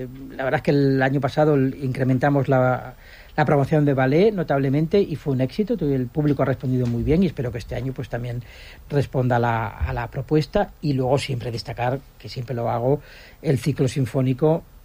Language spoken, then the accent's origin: Spanish; Asturias, Spain; yo no soy valenciano, obviamente, como sabéis, soy asturiano, con lo cual también soy periférico.